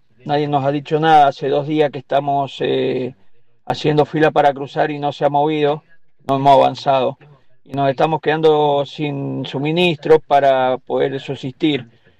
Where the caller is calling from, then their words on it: Argentina; soy chofer argentino de camiones, estoy varado acá en la frontera, pasando entre el lago, estoy haciendo fila para ingresar a aduana chilena, para cruzar a mi país.